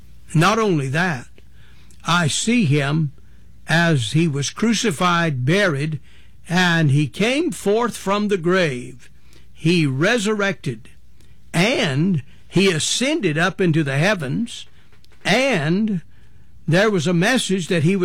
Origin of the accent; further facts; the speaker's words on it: North Carolina, United States; Now, I came from North Carolina in a part of the country where there was a denomination of people that referred to themselves as being holiness people.